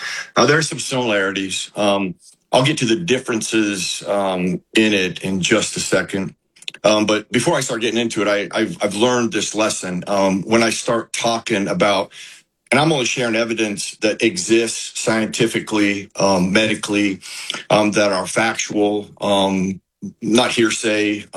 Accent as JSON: {"language": "English", "town": "Pittsburgh", "region": "Pennsylvania", "country": "United States", "said": "Because I come from Pittsburgh, where we were doing cognitive testing before the season"}